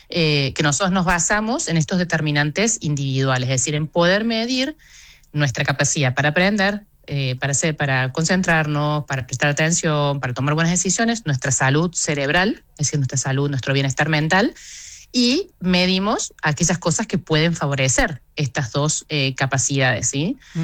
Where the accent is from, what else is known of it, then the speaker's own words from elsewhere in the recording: Argentina; nuestra confianza en nuestras habilidades como argentinos es buena